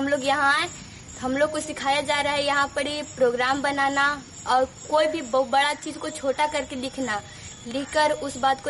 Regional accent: Kumhar Bigha, Bihar, India; मैं कुम्हार बीघा से आती हूँ

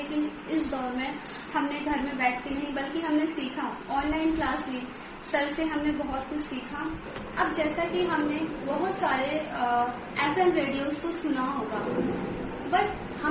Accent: Delhi, India; नमस्कार दोस्तों … और मैं दिल्ली से हूँ।

